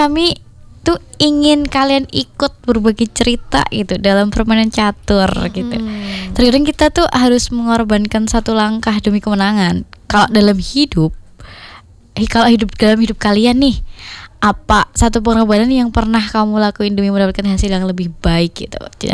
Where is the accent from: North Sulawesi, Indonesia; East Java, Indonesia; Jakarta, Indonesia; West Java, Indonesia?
East Java, Indonesia; Ngawi; also born or lived in Madiun; Merantau, kan aku asalnya Ngawi nih, Kak. Nah, aku merantau ke Madiun.